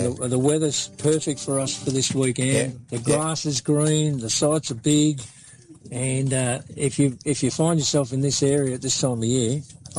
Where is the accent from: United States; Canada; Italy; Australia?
Australia; Harrington, New South Wales; I'm from Harrington.